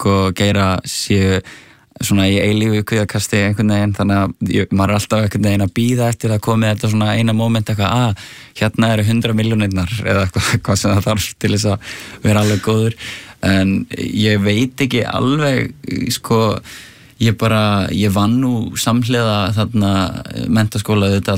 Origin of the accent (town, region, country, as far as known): Árbær, Capital Region, Iceland; born or raised there